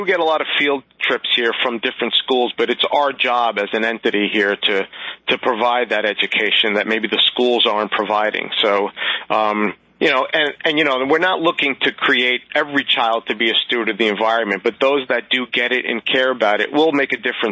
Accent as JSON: {"language": "English", "town": "Yonkers", "region": "New York", "country": "United States", "tie": "born or raised there", "said": "I grew up in Yonkers, New York. So we had the American Museum of Natural History. We had the Hudson River Museum. We had the Bronx Zoo."}